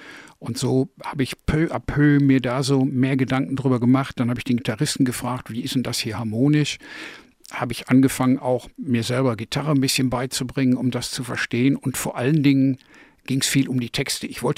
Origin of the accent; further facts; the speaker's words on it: North Rhine-Westphalia, Germany; ich bin im Ruhrgebiet groß geworden und habe mit BFBS Radio, British Forces Broadcasting Service, wir waren ja besetzt von den Engländern, habe ich angefangen Musik zu hören